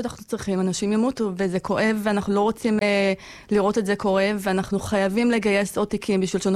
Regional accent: Beit Shemesh, Jerusalem District, Israel; אני החובשת הכי פעילה בארץ, אני מבית שמש.

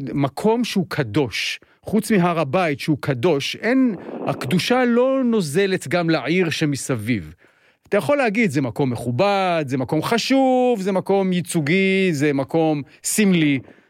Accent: Jerusalem, Jerusalem District, Israel; אני ירושלמי

